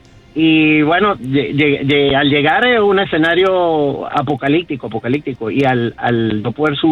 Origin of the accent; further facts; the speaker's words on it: Venezuelan Andes, Venezuela; now in Cagua, Venezuela; crecimos juntos en los Andes venezolanos